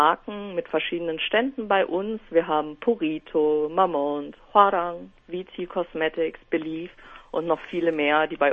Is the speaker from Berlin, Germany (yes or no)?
yes; Berlin, Germany; born there; als ich circa 2014, 2015 zur Oberschule in Berlin ging.